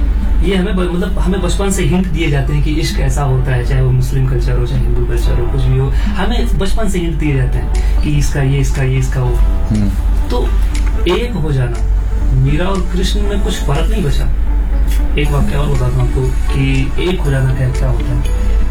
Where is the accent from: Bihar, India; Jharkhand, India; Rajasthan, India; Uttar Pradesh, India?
Uttar Pradesh, India; Lucknow; मैं जैसे मैं लखनऊ से हूँ, तो उर्दू थोड़ी अच्छी ग्रिप है उर्दू पे